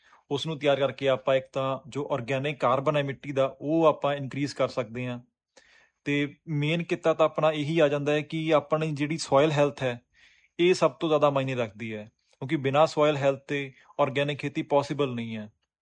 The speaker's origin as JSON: {"language": "Punjabi", "town": "Ralla", "region": "Punjab", "country": "India", "tie": "born or raised there", "also_born_or_lived": "Bathinda", "said": "ਹਾਂਜੀ ਬਾਈ ਜੀ, ਮੇਰਾ ਪਿੰਡ ਰੱਲਾ ਹੈ ਜੋ ਕਿ ਮਾਨਸਾ ਜ਼ਿਲ੍ਹੇ ਵਿੱਚ ਪੈਂਦਾ ਹੈ।"}